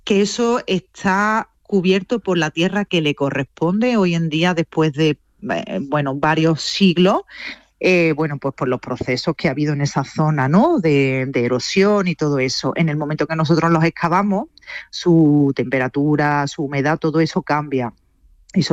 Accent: Córdoba, Andalusia, Spain; no lo digo como cordobesa orgullosa

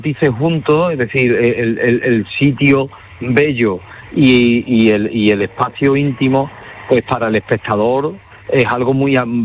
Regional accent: Huelva, Andalusia, Spain; somos todos de Huelva, de mi tierra

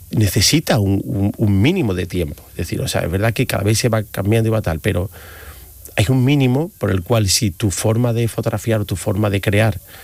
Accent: Seville, Andalusia, Spain; also born or lived in Madrid; Pero el acento me delata, en fin, ¿dónde sí, vivo? Sí. No, soy sevillano.

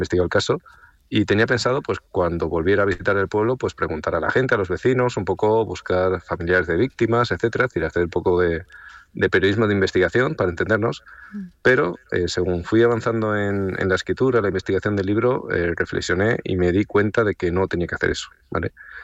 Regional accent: Extremadura, Spain; he visitado Puerto Rico un par de veces, porque yo soy de Extremadura, pero no soy en concreto de la zona de La Serena

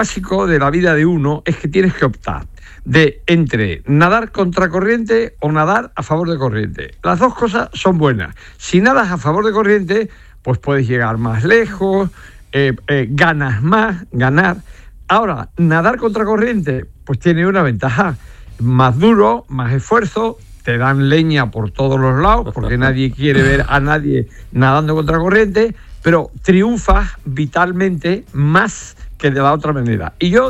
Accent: Andalusia, Spain; Y mi patria es mi pueblo y mi pueblo es el andaluz.

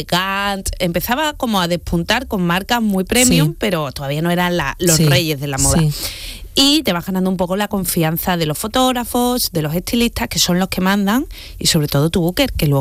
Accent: Spain; siendo española

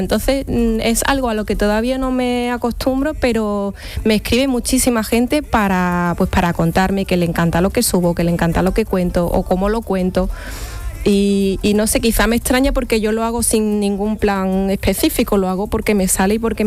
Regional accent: Andalusia, Spain; accent: Andalusian; Es verdad que el andaluz es muy económico. Ya, hemos suavizado mucho, ¿no?, la pronunciación de las consonantes

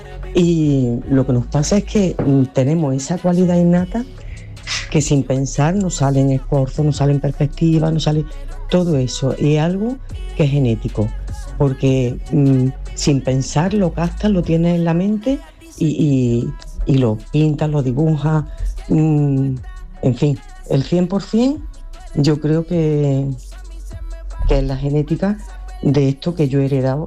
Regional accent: Córdoba, Andalusia, Spain

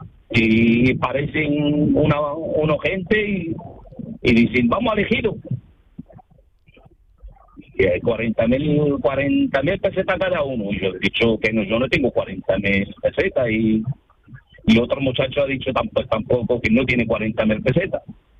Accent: Marbella, Andalusia, Spain; also born or lived in Morocco; now in Seville, Spain; Yo soy de Marruecos. Me he criado aquí por la parte de Marbella y ahora mismo estoy viviendo en Sevilla

